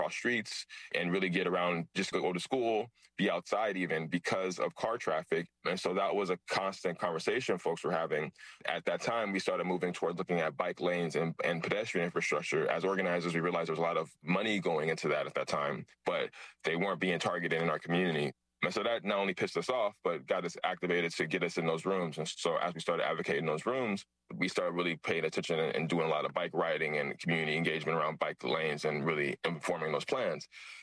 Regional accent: Los Angeles, California, United States; I grew up in South LA and I'm born in Angeles, very, very much diehard Angeleno here

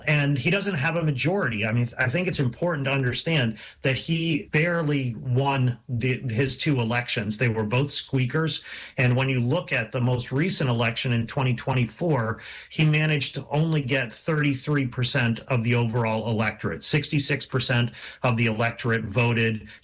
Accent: Schenectady, New York, United States; where I grew up in Schenectady, New York, that have had their lives wrecked by plant relocation, replacement of workers by machines with robotics, and by globalization.

